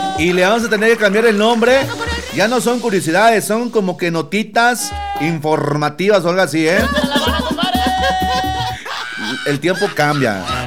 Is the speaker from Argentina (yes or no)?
no; Bolivia; soy boliviano